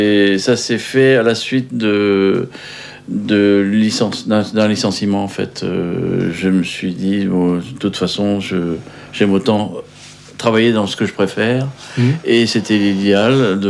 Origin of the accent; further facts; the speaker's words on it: Brest, Brittany, France; Oui, je suis né à Brest, moi. Là, rien de spécial. Je suis né à Brest, j'ai vécu à l'Anilis pendant quelques années. Ensuite, je suis allé au lycée à Brest.